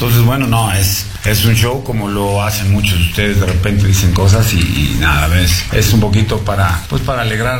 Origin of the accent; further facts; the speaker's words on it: Mexico; Para mí, como mexicano, no hay mayor goce o disfrute que representar tu vida en algo